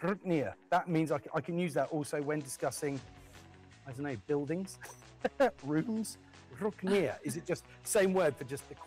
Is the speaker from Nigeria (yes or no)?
no; United Kingdom; I am alarmingly British. Sorry. I'd like to publicly apologize for how British I am.